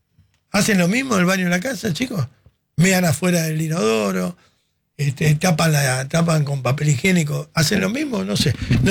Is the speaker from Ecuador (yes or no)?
no; Argentina; somos argentinos.